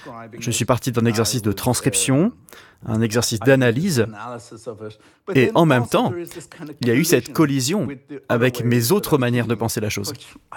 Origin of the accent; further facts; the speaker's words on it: Dublin, Leinster, Ireland; même si j'ai grandi à Dublin, mes parents venaient du comté de Kerry, au sud-ouest